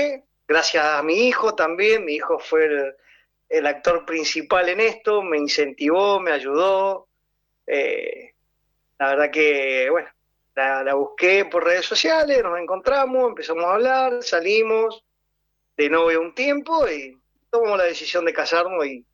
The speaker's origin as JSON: {"language": "Spanish", "town": "Luján de Cuyo", "region": "Mendoza", "country": "Argentina", "tie": "born or raised there", "said": "De Mendoza, sí. Los dos somos de Luján de Cuyo."}